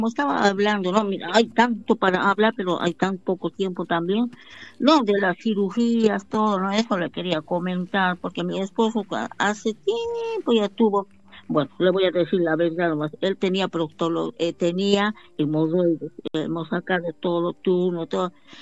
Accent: Bolivia; now in Buenos Aires, Argentina; Yo, como siempre digo, yo nací en Bolivia, nací, crecí, pero mi corazón está acá en la Argentina, en Buenos Aires y en Trole.

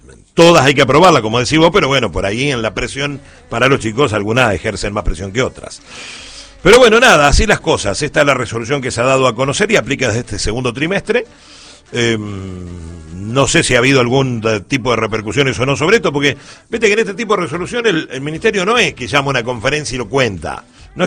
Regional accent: Argentina; Somos argentinos, los argentinos nos tocamos, nos abrazamos, nos palmeamos.

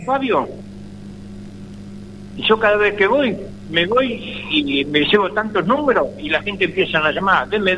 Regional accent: Temperley, Buenos Aires Province, Argentina; also born or lived in Lomas de Zamora; No, me crié en Temperley.

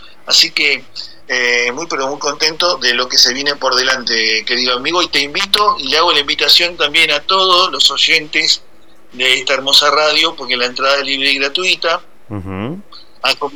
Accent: Argentina; now in Aldea Spatzenkutter, Argentina; somos argentinos.

